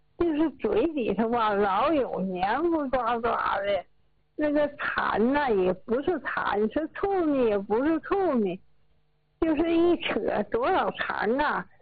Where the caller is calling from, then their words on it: Changchun, Jilin, China; 嗯，我是长春的。